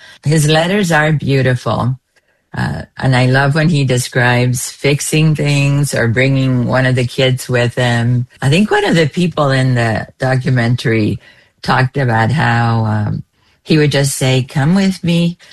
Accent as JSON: {"language": "English", "country": "Cuba", "first_language": "Spanish", "second_language": "English", "moved": "yes", "said": "I'm Cuban and I've traveled throughout Latin America. Spanish is my first language."}